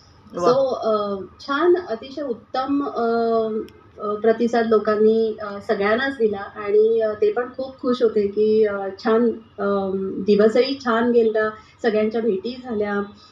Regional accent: Mumbai, Maharashtra, India; मुंबईचे तरी माझं मूळ कोकण

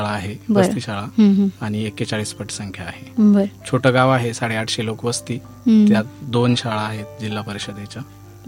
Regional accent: Dhamori, Maharashtra, India; माझं गाव धामोरी, तालुका कोपरगाव, जिल्हा अहिल्यानगर.

